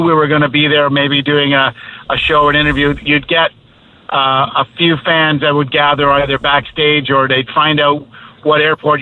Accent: Ontario, Canada; born there; And my other brother, I was born in Ontario, but my father's from Grand Falls

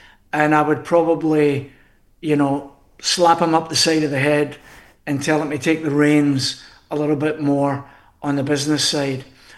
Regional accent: Scotland, United Kingdom; being Scottish

